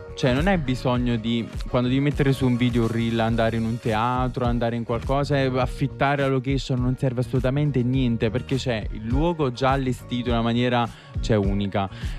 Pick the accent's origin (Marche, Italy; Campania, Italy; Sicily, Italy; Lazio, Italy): Campania, Italy; Marcianise; also born or lived in Salerno; io in realtà sono di Marcianise, provincia di Caserta, però ovviamente le mie origini, e lo voglio dire, sono napoletane, perché i miei nonni sono napoletani, quindi il mio sangue è un po' napoletano.